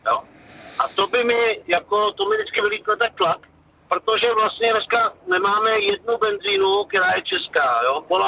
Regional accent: České Budějovice, South Bohemian Region, Czechia; vemte si, že třeba já jsem z Budic, takže tady máte vlastně Lipno, Hněvko, vyrovnávačka ve Vyšáku

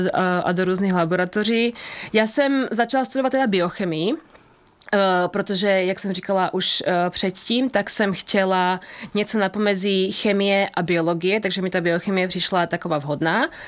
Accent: Bratislava, Bratislava Region, Slovakia; accent: Slovak; Czech is a second language; moved away as an adult; also born or lived in Brno; now in Czech Republic; Tak já jsem z Bratislavy, ano. Žiju tady v Česku už mnoho let, víc než 15 let jsem nějakým způsobem spjata s Českem, takže to považuji opravdu za můj domov.

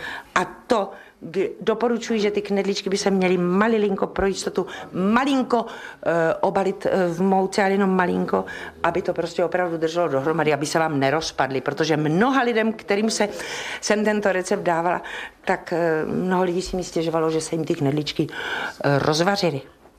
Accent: Brno, South Moravian Region, Czechia; když jsem byla v Praze a nemohla jsem třeba přijet na Vánoce a hlavně teda na Silvestra domů, tak jsem si vždycky z Kohoutovic z Brna vezla hrnec rýžovo-masových knedličků v zelí

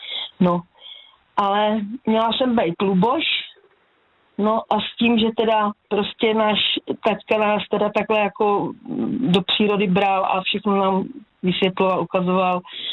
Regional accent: Hladov, Vysočina Region, Czechia; Vyrůstali jsme na Hájence, na Hladově

